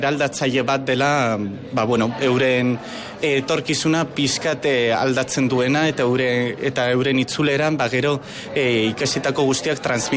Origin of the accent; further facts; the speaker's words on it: Orduña, Basque Country, Spain; Urduñatik gatoz, Bizkaiatik